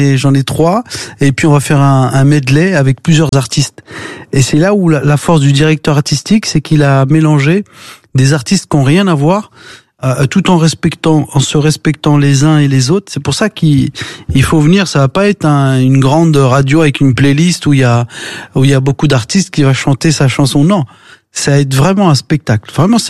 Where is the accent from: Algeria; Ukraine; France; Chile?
France; moved away as an adult; now in Marrakech, Morocco; je suis un Français, j'adore la France, j'adore Paris. Et d'ailleurs, en habitant, c'est-à-dire au Maroc, à Marrakech, je me suis rendu compte vraiment l'importance et l'amour que j'ai pour la France.